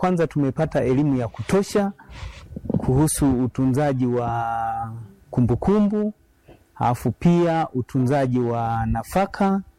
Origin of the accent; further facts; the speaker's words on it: Mtambula, Iringa, Tanzania; natoka kata ya Mtambula, wilaya ya Mfindi, kijiji Mtambula.